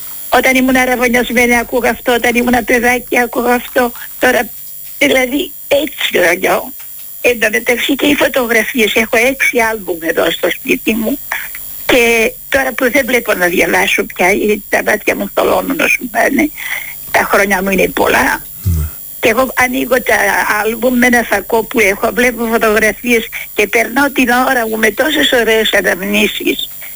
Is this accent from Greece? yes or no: no; Chalcedon, Istanbul, Turkey